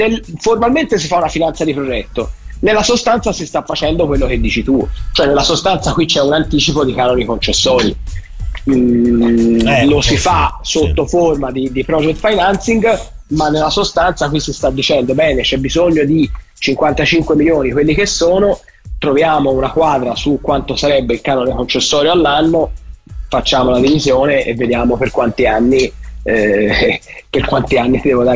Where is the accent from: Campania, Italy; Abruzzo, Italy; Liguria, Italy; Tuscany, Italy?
Tuscany, Italy; Florence; da fiorentini, da tifosi della Fiorentina, da frequentatori dello stadio, io sono abbonato in maratona